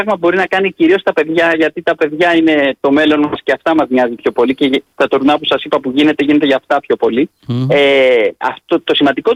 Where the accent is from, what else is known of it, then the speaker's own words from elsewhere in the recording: Athens, Attica, Greece; moved away as an adult; now in Rhodes, Greece; Δεν είμαι από εδώ, είμαι εκ πεπιθήσεως Ροδίτης. Δηλαδή ήρθα να μείνω εδώ πριν 30 χρόνια και είμαι Ροδίτης